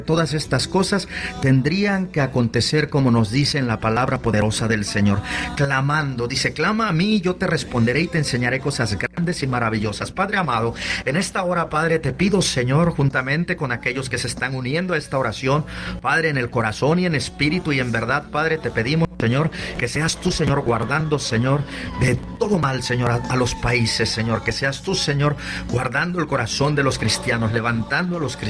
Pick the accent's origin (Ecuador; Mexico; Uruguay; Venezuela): Mexico; now in Los Angeles, United States; siendo mexicano, ¿cómo el Señor ha abierto puertas